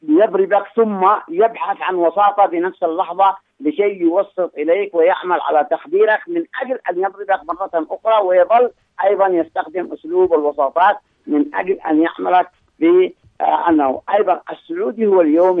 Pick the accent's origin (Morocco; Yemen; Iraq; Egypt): Yemen; نحن كيمنيين